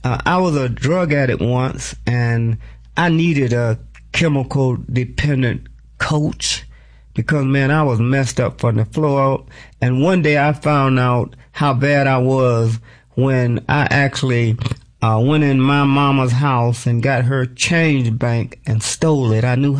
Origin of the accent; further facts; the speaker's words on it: Garland, North Carolina, United States; I'm from Garland, North Carolina. One of our closest big cities is Charlotte.